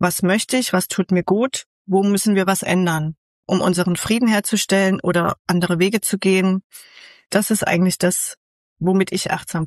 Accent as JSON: {"language": "German", "region": "Central Germany", "country": "Germany", "moved": "as an adult", "said": "ich komme ja aus Mitteldeutschland, da gibt es das auch nicht. Wir hatten es schneller warm, länger hell und ja, wie du sagst, nicht so rau."}